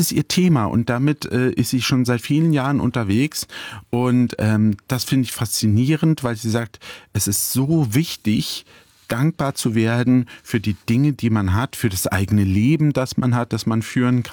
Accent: Butzbach, Hesse, Germany; Ja, auch bei uns in Putzbach, wo ich zu Hause bin, in meiner Heimatstadt

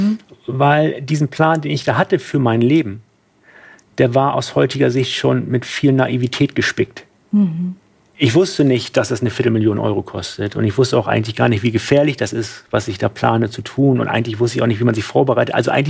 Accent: Winsen, Lower Saxony, Germany; weil in Winsenluhe, dort wo ich herkomme, aus Norddeutschland, in diesem Fitnessstudio, wo ich trainiert habe

